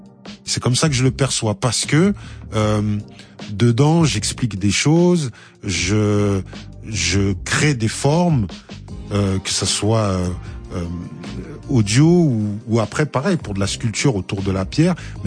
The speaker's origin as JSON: {"language": "French", "town": "Aulnay-sous-Bois", "region": "Île-de-France", "country": "France", "said": "je viens d'Aulnay"}